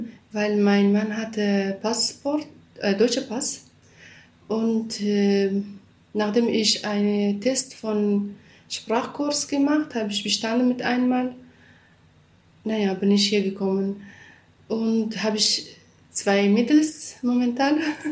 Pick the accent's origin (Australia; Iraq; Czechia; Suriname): Iraq; German is a second language; now in Germany; Nordirak, ich bin Kurdin.